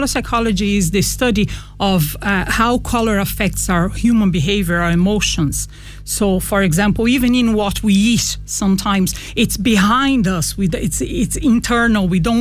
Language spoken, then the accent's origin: English; Leinster, Ireland; now in Galway, Ireland; Well, I live in Galway for the last 5 years and I came from Westmead before